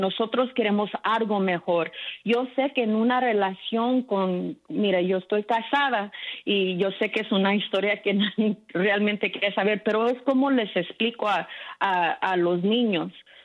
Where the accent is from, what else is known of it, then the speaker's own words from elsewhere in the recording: Oxnard, California, United States; cuando yo estaba creciendo en Oxnard, California, yo estaba creciendo con coaches que eran afroamericanos.